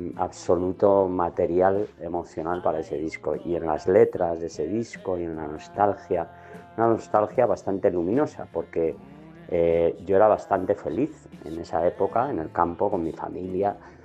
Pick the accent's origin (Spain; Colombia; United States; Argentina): Spain; Madrid, Community of Madrid; moved away; echaba de menos mi ciudad, Madrid. Yo soy madrileño a tope.